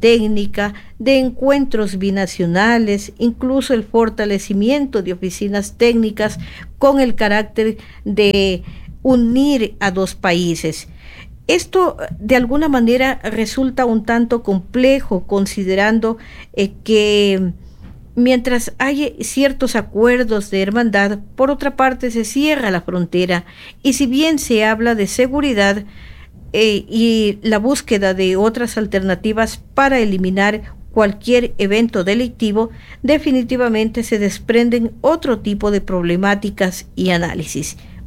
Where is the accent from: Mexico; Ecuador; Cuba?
Ecuador; los ecuatorianos